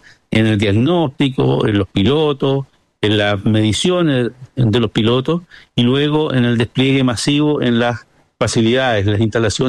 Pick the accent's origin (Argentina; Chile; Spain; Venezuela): Chile; Concepción, Biobío; Yo soy penquista, esta historia es en Concepción